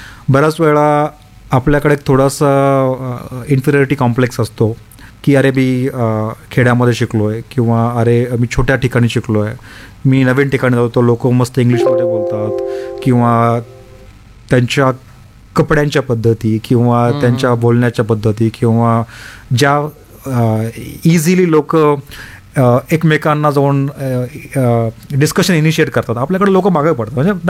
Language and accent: Marathi; Latur, Maharashtra, India; moved away; also born or lived in Osmanabad; मी लातूरचं आहे.